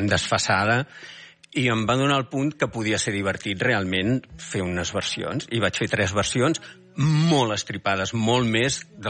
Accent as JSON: {"language": "Catalan", "town": "Barcelona", "region": "Catalonia", "country": "Spain", "tie": "born there", "lives_now": "Sant Quirze Safaja, Spain"}